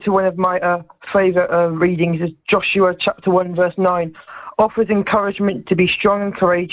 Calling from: Southampton, South East England, United Kingdom; Just on the edge of Southampton, so yeah, not too far.

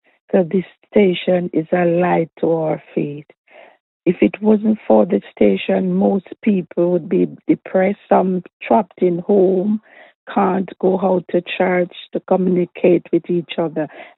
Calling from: London, United Kingdom; I'm listening from London.

